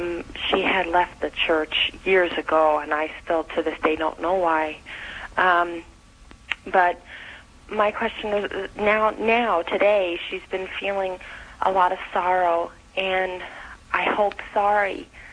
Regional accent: Lincoln, Nebraska, United States; I'm from Lincoln, Nebraska.

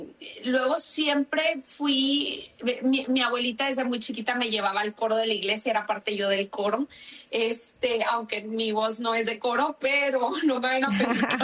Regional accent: Monterrey, Nuevo León, Mexico; moved away as an adult; also born or lived in Spain; now in United States; Yo pensaba que mi vida iba a ser en Monterrey, de donde soy, que iba a poder ahí desarrollarme en el área de psicología

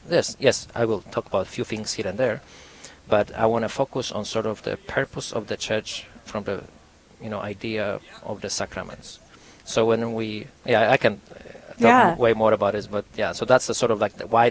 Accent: Poland; English is a second language; now in United States; we are Catholics, and I grew up in Poland, in a Catholic country. When I arrived to the United States

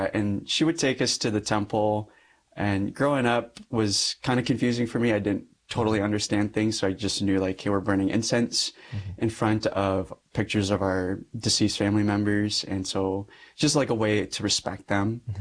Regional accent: Lincoln, Nebraska, United States; born there; I was the only one born in Lincoln.

